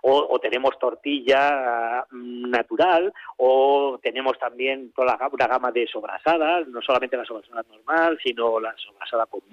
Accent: Segovia, Castile and León, Spain; ya no solamente somos la gente de Segovia

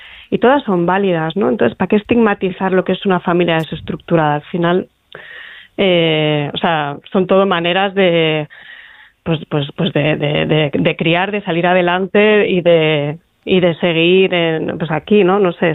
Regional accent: Gijón, Asturias, Spain; yo soy de provincias, yo soy de Gijón además

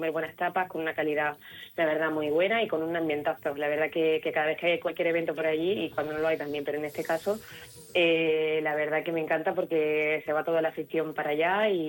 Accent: Seville, Andalusia, Spain; moved away as an adult; now in Granada, Spain; soy sevillana, ¿no? Y bueno, Granada me ha acogido

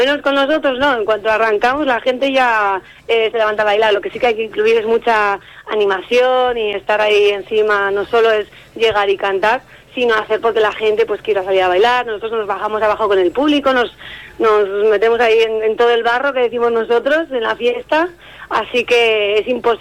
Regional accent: Navarre, Spain; como en la nuestra, como en Navarra

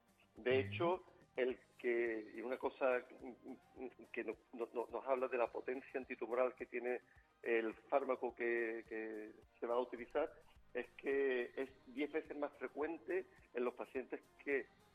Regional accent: Spain; soy el único español que aparece.

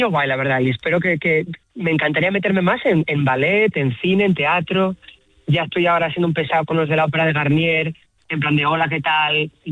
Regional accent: Asturias, Spain; Y es eso, llevar una pieza, un trocito del Cantábrico y de mi pueblo encima. Y hacemos joyas, hacemos collares y eso. Yo soy de Barrer para Casa y Asturias me inspira mucho, mi familia me inspira mucho.

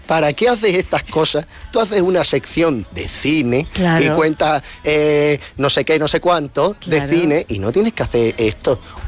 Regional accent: Frigiliana, Andalusia, Spain; No, soy de Frigiliana. Y con orgullo

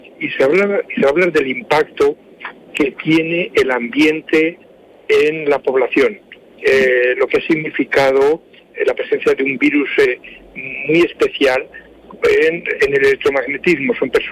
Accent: Teruel, Aragon, Spain; moved away; camino de Teruel, que es mi tierra.

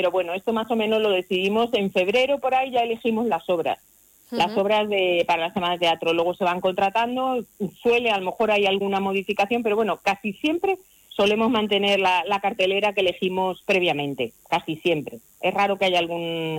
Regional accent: Sonseca, Castilla-La Mancha, Spain; born or raised there

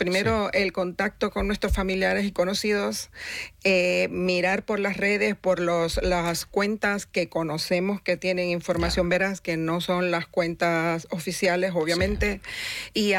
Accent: Venezuela; now in Gipuzkoa, Spain; ahí no somos solo venezolanos

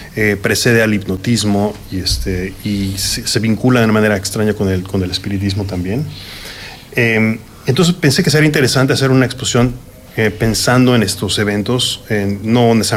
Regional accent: Mexico; now in United States; soy artista mexicano que ha trabajado en Estados Unidos por muchos años.

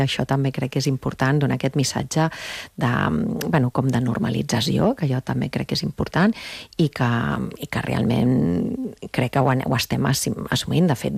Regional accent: Barcelona, Catalonia, Spain; ens agrada que aquest contrapunt que represento jo com a barcelonina

